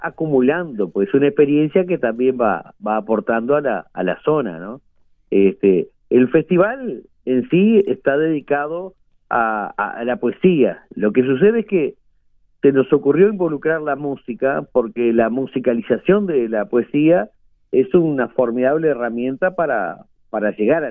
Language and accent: Spanish; Tacuarembó, Uruguay; born there; yo nací en Tacuarembó y se hablaba misturado, o sea, mi familia no acostumbraba a hablar el portuñol